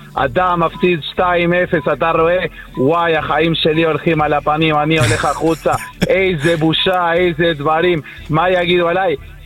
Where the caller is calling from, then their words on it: Jerusalem, Jerusalem District, Israel; accent: Argentine; השתבח שמו, אני מירושלים.